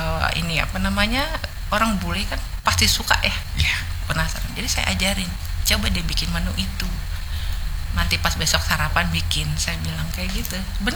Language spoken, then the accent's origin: Indonesian; North Sumatra, Indonesia; kita kan orang Batak ya.